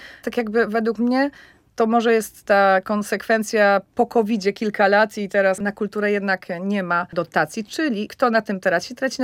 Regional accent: Łódź, Łódź Voivodeship, Poland; jak ktoś mnie zapyta, skąd jesteś, no to mówię, z miasta Łodzi. No nie jest znane to miasto na świecie, w Europie za bardzo

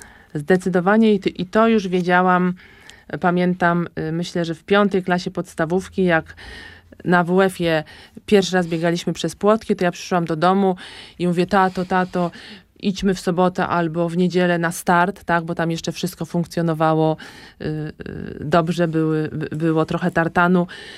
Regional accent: Łódź, Łódź Voivodeship, Poland; Zawsze mieszkałam w Łodzi, jestem rodowitą łodzianką

